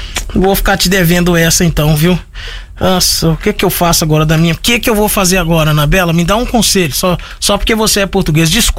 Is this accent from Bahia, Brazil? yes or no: no; Minas Gerais, Brazil; Sou muito humilde, eu sou do interior de Minas Gerais. Tá aqui, eu só tô dando um recado, sou do interior de lá.